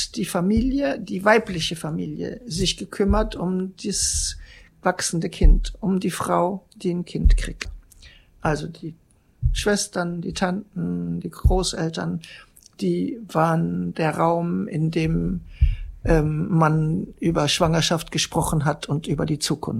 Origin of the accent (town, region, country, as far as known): Germany